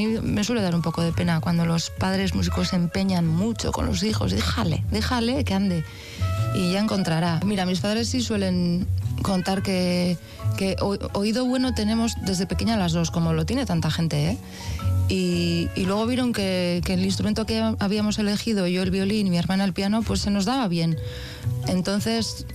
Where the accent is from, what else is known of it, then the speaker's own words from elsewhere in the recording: Hernani, Basque Country, Spain; also born or lived in San Sebastián; yo he nacido en el entorno de la charanga. Soy de Oyalume, que es un barrio entre Astigarraga y Hernani donde se ha hecho danza lecua.